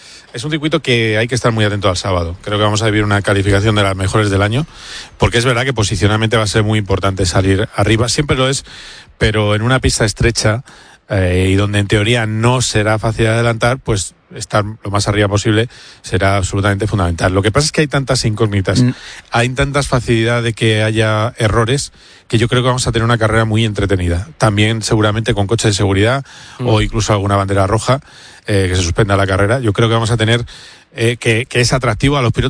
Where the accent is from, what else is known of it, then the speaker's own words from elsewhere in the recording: Madrid, Community of Madrid, Spain; yo como madrileño, pues mira, encantado.